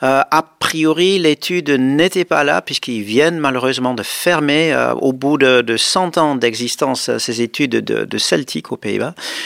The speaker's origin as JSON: {"language": "French", "country": "Netherlands", "tie": "born or raised there", "second_language": "French", "moved": "as an adult", "lives_now": "Brittany, France", "said": "Je suis originaire des Pays-Bas"}